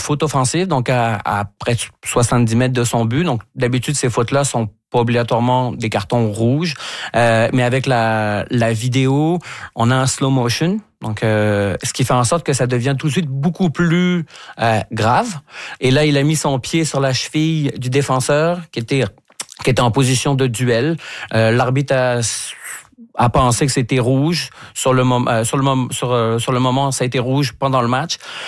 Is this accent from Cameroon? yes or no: no; France; Oui, là, ben, en tant que Français, nous, on est très, très prêts.